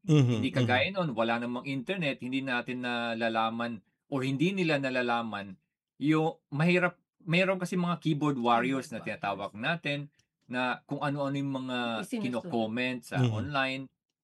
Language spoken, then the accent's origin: Tagalog; Jolo, Bangsamoro, Philippines; also born or lived in Quezon City; now in Ireland; Muslims. So, I'm originally from Jolo, Sulu. Mm-hmm. I was born in Quezon City, but I was brought up in Jolo, Sulu.